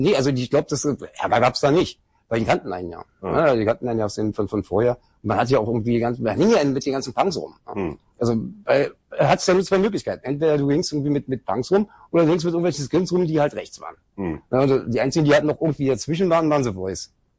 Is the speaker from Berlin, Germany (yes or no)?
yes; Berlin, Germany; geboren in Schöneberg, groß geworden in Kreuzberg.